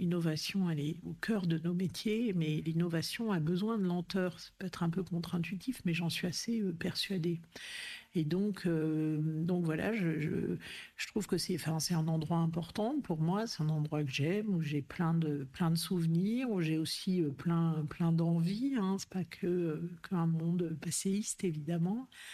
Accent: Clermont-Ferrand, Auvergne-Rhône-Alpes, France; born there; moved away; also born or lived in Aveyron; j'ai grandi à Clermont-Ferrand, enfin majoritairement, puisque mes parents, mon père avait été muté à Clermont, et donc on avait une maison à Clermont, mais je passais toutes mes vacances en Aveyron.

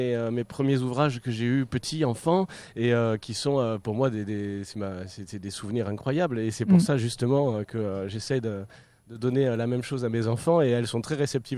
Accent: Abidjan, Côte d’Ivoire; moved away as an adult; also born or lived in United States; J'ai grandi en Afrique, moi. J'ai grandi en Côte d'Ivoire, à Abidjan, pendant 20

